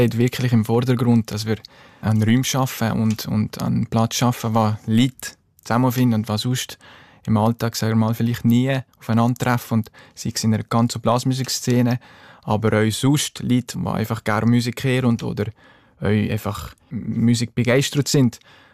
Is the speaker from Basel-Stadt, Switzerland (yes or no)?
no; Grächen, Valais, Switzerland; now in Bern, Switzerland; Grächo ist und bleibt meine Heimat, wenn man in Bergo, so also ein kleines und schönes Bergdorf aufgewachsen ist. Die Heimat, das verliert man nie und ich habe da so tolle Zeit, Jugendzeit erlebt.